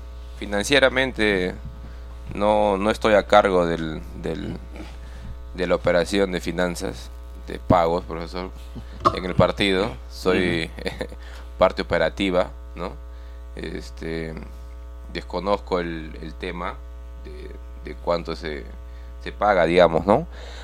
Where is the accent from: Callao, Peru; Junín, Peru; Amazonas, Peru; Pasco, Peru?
Pasco, Peru; Villa Rica; somos personas de Villarrica, jóvenes, muy responsables, ¿no?, y muy trabajadores